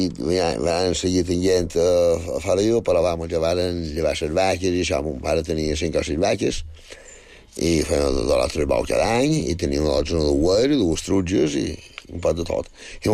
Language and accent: Catalan; Felanitx, Balearic Islands, Spain; born there; Sí. Bueno, vaig néixer a Falenits, a Sant Triau, en el barri de Sant Maixida.